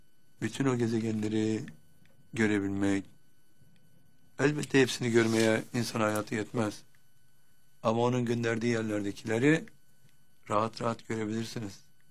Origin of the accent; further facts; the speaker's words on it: Bursa, Turkey; Bursa'nın Muradiye Mahallesi'nde biz bir evde çocukluğumu geçirdim.